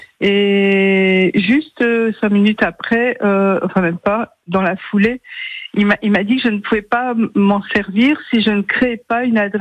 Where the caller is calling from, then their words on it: Lille, Hauts-de-France, France; Je suis à Lille.